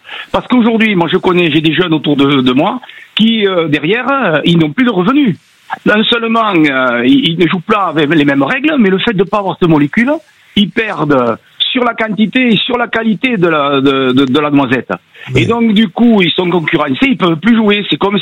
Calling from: Beaumont-de-Lomagne, Occitanie, France; Beaumont de Lomagne, dans le Tarn-et-Garonne.

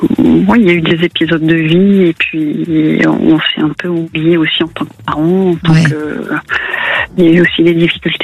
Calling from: Saint-Omer, Hauts-de-France, France; De Saint-Omer.

